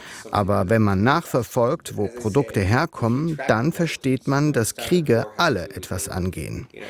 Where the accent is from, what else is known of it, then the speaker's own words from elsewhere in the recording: Sudan; moved away as an adult; now in Berlin, Germany; Ich bin im Sudan aufgewachsen, wo Kunst politisch war.